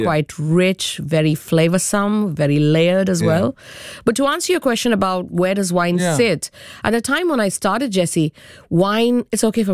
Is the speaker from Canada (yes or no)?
no; India; moved away as an adult; as an Indian